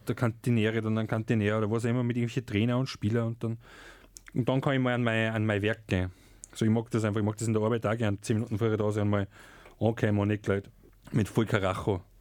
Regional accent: Austria; weil es ist super schön bei uns in Österreich.

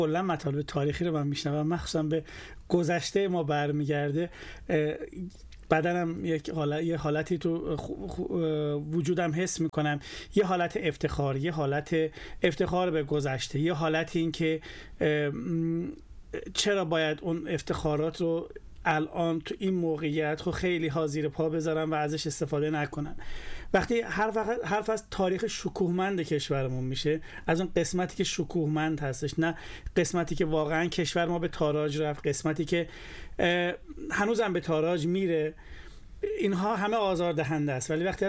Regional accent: Iran; البته هنوز هم افتخار میکنیم که ایرانی هستیم،

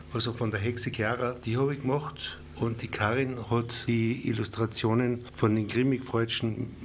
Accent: Salzburg, Austria; born there; Ich bin im Oberpinzgau geboren. Ich habe das Glück gehabt, dass ich aus dem Oberpinzgau einmal kurzfristig hinausschauen habe dürfen und sogar ein bisschen in der Welt herumschnuppern habe können und bin aber eben wieder im Oberpinzgau gelandet.

